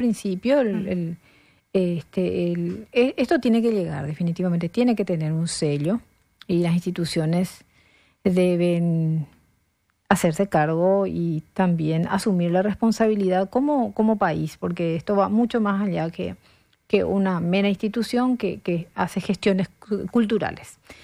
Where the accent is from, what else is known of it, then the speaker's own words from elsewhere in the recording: Paraguay; este instrumento fantástico que nos identifica como paraguayos.